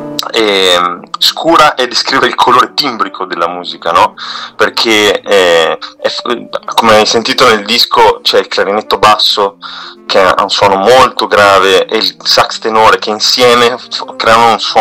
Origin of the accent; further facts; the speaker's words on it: Chioggia, Veneto, Italy; accent: Chioggiotto; E poi chiaramente io vengo da Chioggia, come vedrai di titoli, no? Del mio ultimo disco sono tutti neanche in Veneto, proprio nel dialetto mio che è il chioggiotto